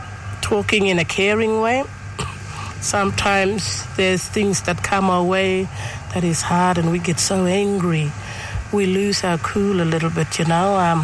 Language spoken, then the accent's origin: English; Tennant Creek, Northern Territory, Australia; I'm from Tennant Creek.